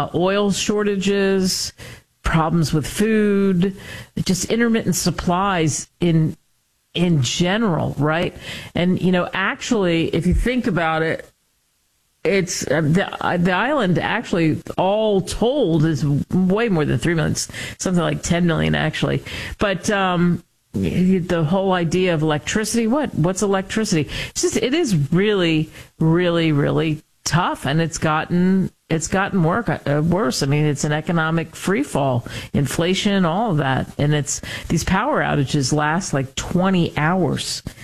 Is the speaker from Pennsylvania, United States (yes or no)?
yes; Pennsylvania, United States; I grew up outside the Philly area, but I'm a huge hockey nut.